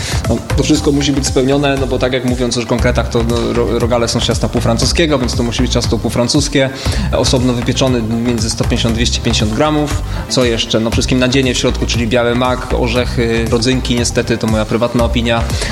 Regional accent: Poznań, Greater Poland Voivodeship, Poland; my poznaniacy

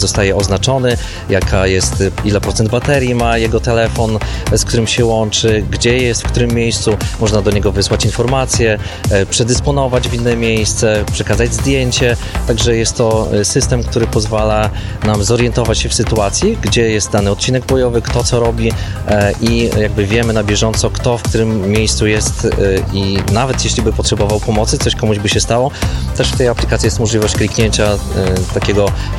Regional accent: Suwałki, Podlaskie Voivodeship, Poland; My jesteśmy z Suwałk

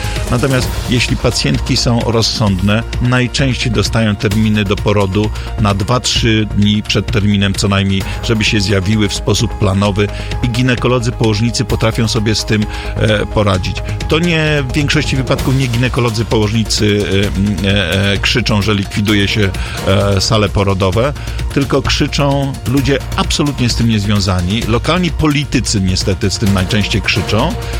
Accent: Gorzów Wielkopolski, Lubusz Voivodeship, Poland; ja jestem Gorzowianinem

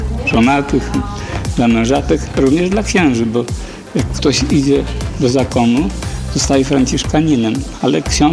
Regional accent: Lubawa, Warmian-Masurian Voivodeship, Poland; now in Złotowo, Poland; ze Złotowa, koło Lubawy. Ale mieszkałem w Lubawie, urodzony jestem w Lubawie od 18 lat.

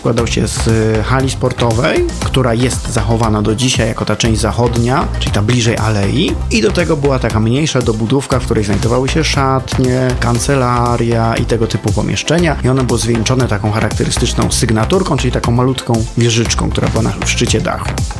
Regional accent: Kraków, Lesser Poland, Poland; my z Krakowa go znamy przede wszystkim z kamienic

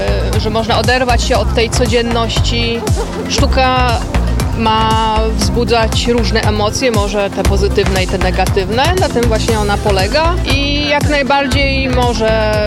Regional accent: Zalasewo, Greater Poland Voivodeship, Poland; also born or lived in Gniezno; pochodzę z Podpoznania, dokładnie to z Zalasewa, to jest tuż pod Swarzędzem. Pochodzę z Gniezna, z pierwszej stolicy Polski, z którym się dość silnie identyfikuję, też tam działam.

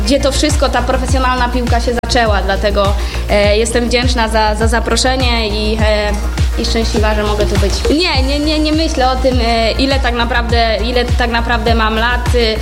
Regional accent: Uniejów, Łódź Voivodeship, Poland; moved away as an adult; also born or lived in Konin; ja też właśnie pochodzę z Uniowa, gdzie tam jest region Widzewa

